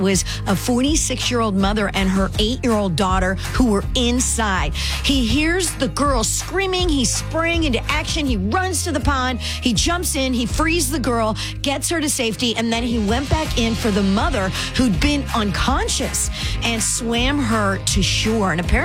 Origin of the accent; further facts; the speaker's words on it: Cleveland, Ohio, United States; my hometown of Cleveland, Ohio.